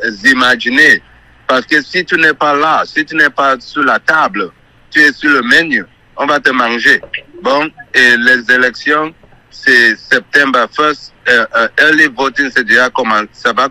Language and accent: French; Cameroon; now in Somerville, United States; je viens du Cameroun et je suis ici à Sommerville.